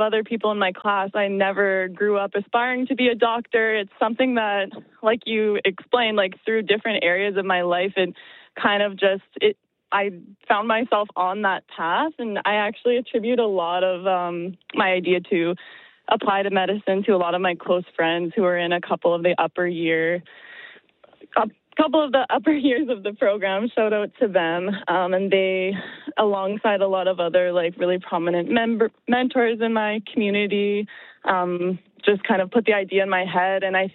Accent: Winnipeg, Manitoba, Canada; I'm from North Winnipeg. I would never claim to be from the North End. I grew up in Meadows West.

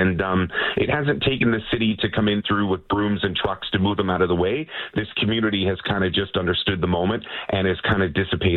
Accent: British Columbia, Canada; I never thought as a British Columbian I'd say it

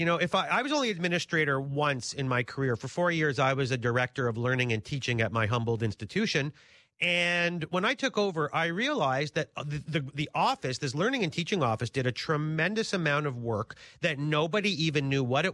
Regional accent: Canada; We're Canadian, so we don't brag about it.

